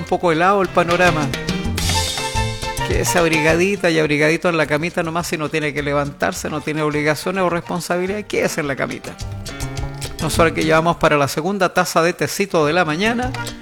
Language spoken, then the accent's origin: Spanish; Chile; somos chilenos todo el año.